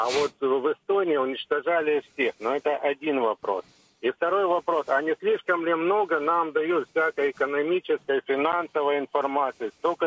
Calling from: Krasnodar, Krasnodar Krai, Russia; из Краснодара, постоянный слушатель.

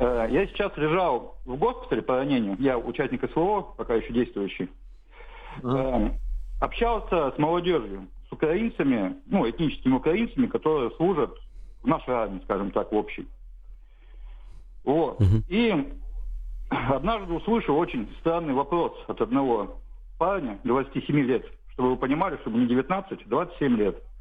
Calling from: Samara, Samara Oblast, Russia; город Самара.

